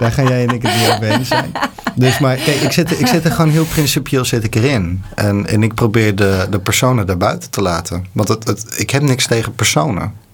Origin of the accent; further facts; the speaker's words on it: Netherlands; now in Gouda, Netherlands; Ik voel me echt gewoon een Nederlander.